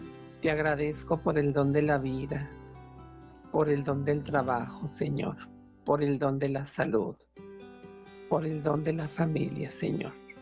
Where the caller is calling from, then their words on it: Santa Bárbara, Chihuahua, Mexico; de Santa Bárbara, Chihuahua.